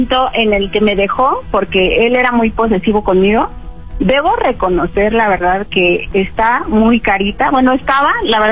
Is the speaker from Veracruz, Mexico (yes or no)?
no; Tlalpan, Mexico City, Mexico